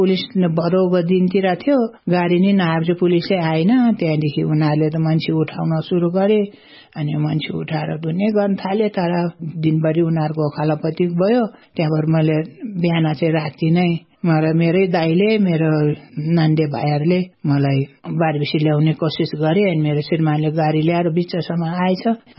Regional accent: Sindhupalchok, Bagmati, Nepal; मेरो गाउँ घर चाहिँ सिन्धुपाल्चोक हो।

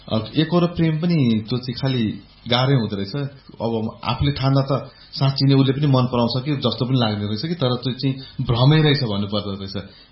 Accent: Biratnagar, Koshi Province, Nepal; मेरो घर विराटनगर हो

